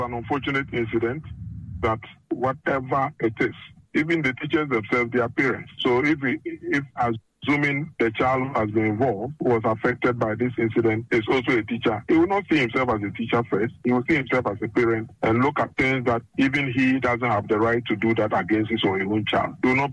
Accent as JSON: {"language": "English", "country": "Ghana", "said": "So our position is that, first of all, as Ghanaian parents, we unequivocally condemn this act of violence"}